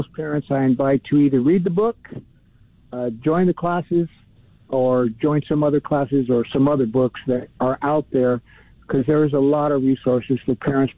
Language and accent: English; Los Angeles, California, United States; I grew up in Northeast LA, which is, you know, there's known for violence and gangs and drugs and things like that.